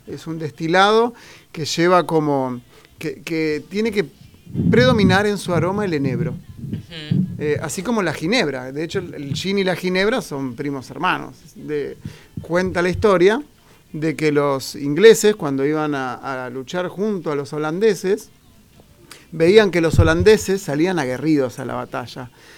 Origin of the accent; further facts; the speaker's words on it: Bariloche, Río Negro, Argentina; born there; also born or lived in La Sarita; now in Reconquista, Argentina; Mi mamá es de Rufino, mi papá es de Santa Fe, yo nací en Bariloche.